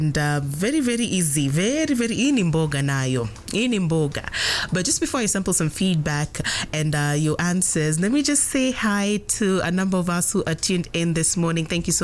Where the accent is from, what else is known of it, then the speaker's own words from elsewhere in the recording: Bunyore, Vihiga County, Kenya; And to people from my hometown in Bunyore, amazing shout out to everybody who you're shouting out this morning.